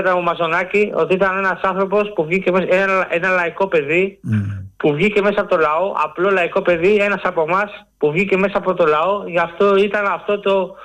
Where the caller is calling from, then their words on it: Peristeri, Attica, Greece; από το Περιστέρι.